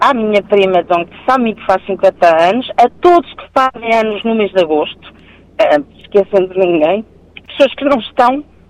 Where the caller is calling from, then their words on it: Portugal; Então, eu sou de Sacurelho